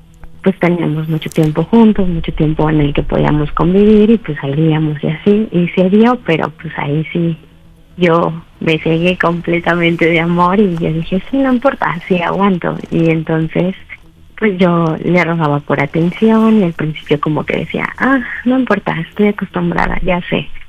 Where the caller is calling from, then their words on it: Guadalajara, Jalisco, Mexico; 34 años y soy de Guadalajara